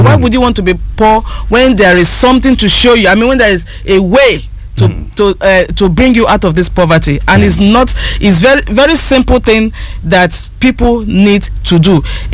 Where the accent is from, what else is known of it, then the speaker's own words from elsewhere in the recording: Rivers, Nigeria; Well, I'm actually from River State, but married to a Delta man.